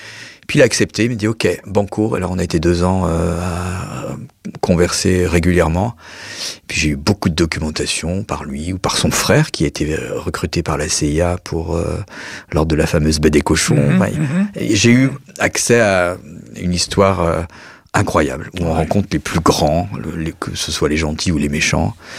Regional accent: Pays de la Loire, France; là où j'ai grandi en Vendée

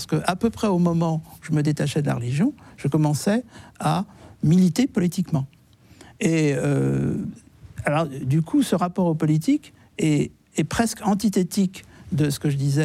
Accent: France; je suis français, même si j'étais par ailleurs juif

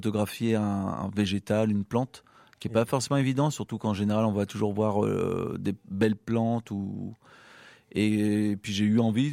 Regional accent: Normandy, France; Je viens de Normandie.

